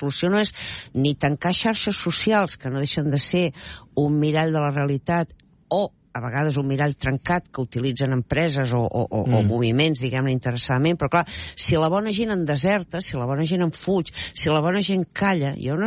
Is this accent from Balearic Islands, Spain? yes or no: no; Catalonia, Spain; A mi em va caure la cara de vergonya, allò com a catalana